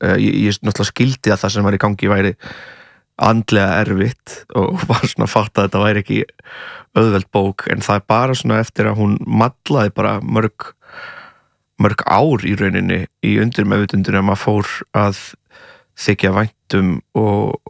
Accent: Portugal; Ég, eins og ég hef sagt svona 300 sinnum og fólk er örglega þreytt á að hér að það náttúrulega ólst upp í Portugal.

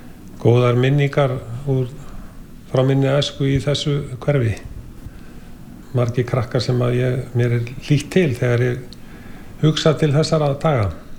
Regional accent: Reykjavík, Capital Region, Iceland; ég ólst upp á Skúlagötunni, Skúlagötu 62, nánar tiltekið

